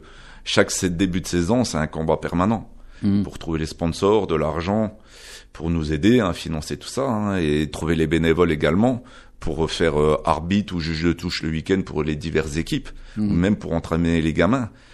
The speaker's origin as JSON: {"language": "French", "town": "Longwy", "region": "Grand Est", "country": "France", "said": "Moi, je viens de Longwy, hein, avec mes enfants, d'Erserange, de Réan, d'un peu partout, quoi."}